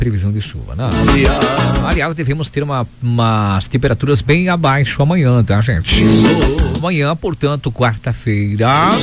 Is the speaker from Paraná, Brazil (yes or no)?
yes; Rebouças, Paraná, Brazil; moved away; lá em Rebouças também. Minha terra querida.